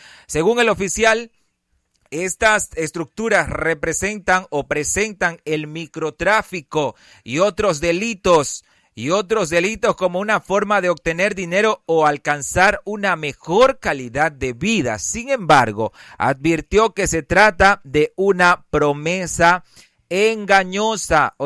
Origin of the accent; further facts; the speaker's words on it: Ecuador